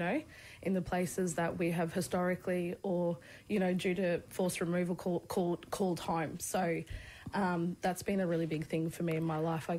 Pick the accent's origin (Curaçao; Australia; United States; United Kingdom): Australia; Queanbeyan, New South Wales; also born or lived in Canberra; So, yeah, I was born in Queanbeyan, born in the old hospital before it was blown up. But, yeah, so spent a lot of time in Canberra, and luckily for me, I had a lot of family around me in that community